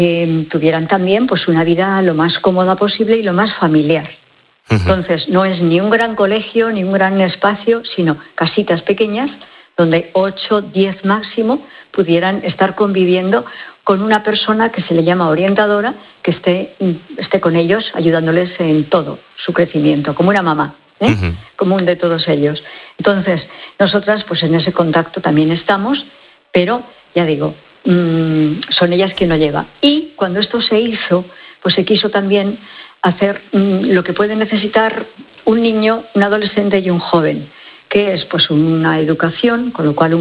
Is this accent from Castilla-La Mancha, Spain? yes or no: no; Bañares, La Rioja, Spain; now in El Salvador